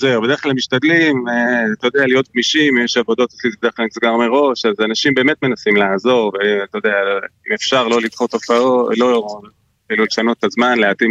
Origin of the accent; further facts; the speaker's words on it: HaZorea, Northern District, Israel; במובן הזה אני קיבוצניק מהזורע.